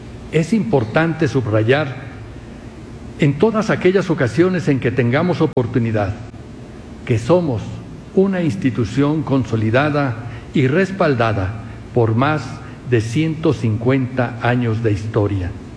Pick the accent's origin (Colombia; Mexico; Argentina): Mexico; su presencia nos hace sentir orgullosos como universidad y como mexicanos.